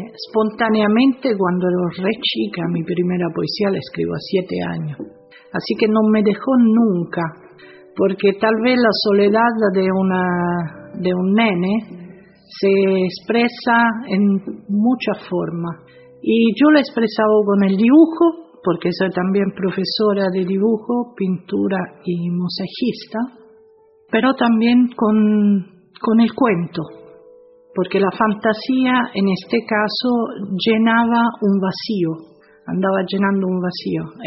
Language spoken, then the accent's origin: Spanish; Rome, Lazio, Italy; Spanish is a second language; moved away; soy de Roma, soy de Italia.